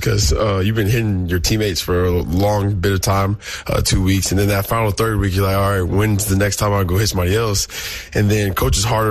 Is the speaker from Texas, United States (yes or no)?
yes; Texas, United States; That night, you know, I'm from Texas, so that played a little bit into my mind